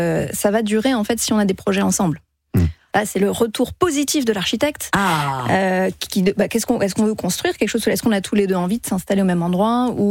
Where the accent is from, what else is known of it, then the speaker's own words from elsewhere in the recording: France; moi, je suis française.